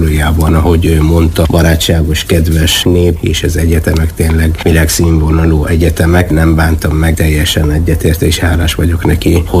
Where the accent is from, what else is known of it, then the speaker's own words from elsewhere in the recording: Yemen; Hungarian is a second language; moved away as an adult; now in Hungary; Jemenben egy kis faluban nevelkedtem. Ilyen 120 km a Jemen második legnagyobb városától fekszik. Ott szereztem meg az általános iskolai végzettségem.